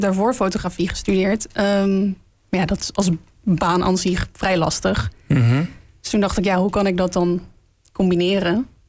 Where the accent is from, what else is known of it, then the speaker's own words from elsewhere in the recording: Schiedam, South Holland, Netherlands; Ja, dat is denk ik als Schiedammer heel leuk nieuws om te krijgen.